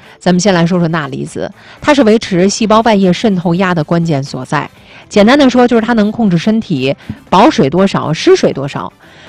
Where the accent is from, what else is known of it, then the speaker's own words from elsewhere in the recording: Tianjin, China; 以前确实跟咱们土生土长的这种天津人，包括他的这个文化呀，都是有关的。